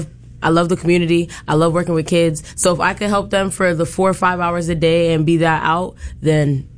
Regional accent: New York City, New York, United States; now in Syracuse, United States; Yes, so I am from Brooklyn, New York.

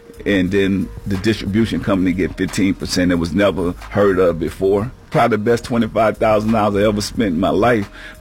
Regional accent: New Orleans, Louisiana, United States; also born or lived in Richmond, California; Yeah, so, you know, I'm from New Orleans. And then I went to Richmond, California. I opened up a record store at 19.

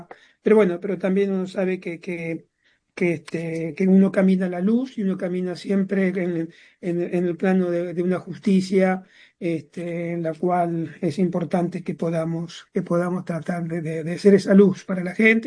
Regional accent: Argentina; moved away as an adult; now in New York, United States; yo vengo y crecí en un sistema absolutamente dictatorial como fue el gobierno militar, que toda mi adolescencia fue bajo el gobierno militar en Argentina

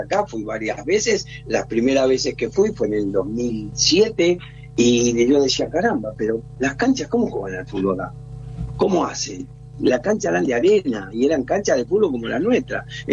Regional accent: Argentina; Mire, no, la verdad que yo soy argentino, tengo el corazón argentino

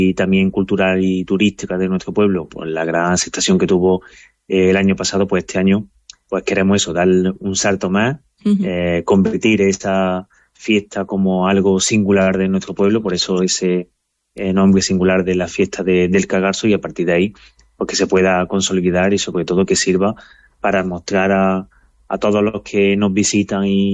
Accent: Fuente de Piedra, Andalusia, Spain

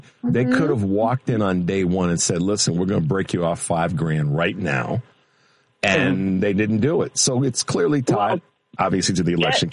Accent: Chicago, Illinois, United States; Listen, man, that's $13,000. I'm from Chicago. Yeah. I want my money.

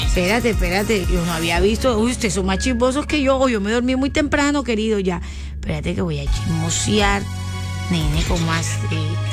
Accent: Colombia

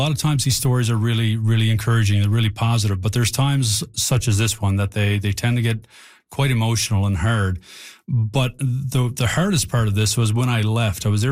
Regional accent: Canada; And Canadian Geographic represents our nation so well when it comes to its people, its culture, its wildlife, its environment

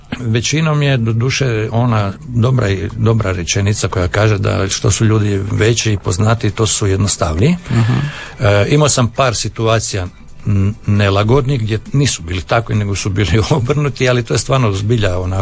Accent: Croatia; Problem je da ja dolazim iz Hrvatske, iz jedne redakcije koja nije baš ono...

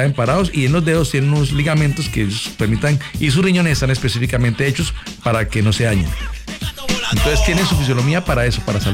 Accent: Bucaramanga, Santander, Colombia; Ya que soy Bucaramanga, como hormigas, es delicioso.

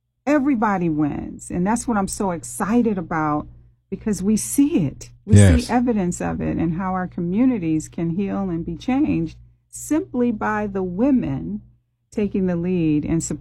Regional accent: Michigan, United States; now in Cincinnati, United States; You know, I didn't grow up here. I'm originally from Michigan.

